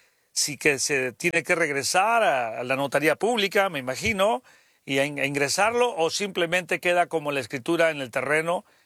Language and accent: Spanish; Nayarit, Mexico; moved away; nosotros allá en nuestro lindo Nayarit.